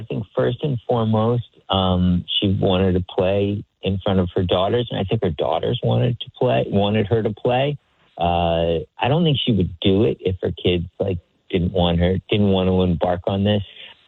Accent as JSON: {"language": "English", "country": "United States", "accent": "American", "said": "as soon as they hear my American accent over here, they want to know if I'm getting any games in the U.S."}